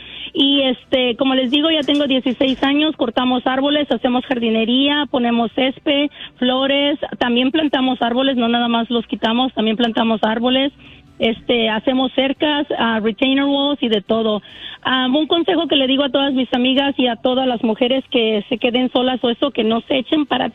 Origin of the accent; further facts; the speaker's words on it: Guerrero, Mexico; Él es de San Salvador y yo soy de Guerrero.